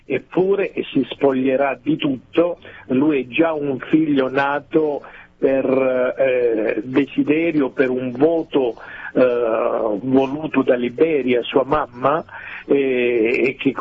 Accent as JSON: {"language": "Italian", "town": "Maierato", "region": "Calabria", "country": "Italy", "said": "San Rocco al mio paese, Maierato, è il santo più amato"}